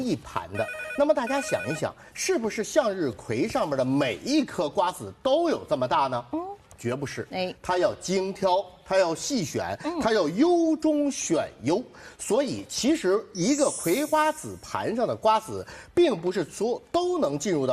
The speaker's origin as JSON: {"language": "Chinese", "region": "Shanghai", "country": "China", "said": "咱们上海人认的是什么？"}